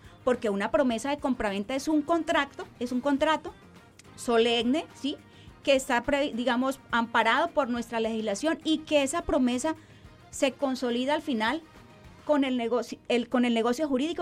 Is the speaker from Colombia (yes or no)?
yes; Norte de Santander, Colombia; Mis raíces, soy del Catatumbo, soy una víctima del conflicto armado